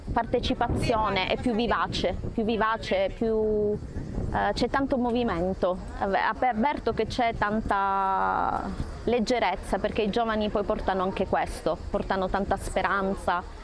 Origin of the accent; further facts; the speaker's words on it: Sicily, Italy; Vengo dalla Sicilia, sono … Vengo dalla Sicilia, è la seconda volta che vengo a Medjugorje.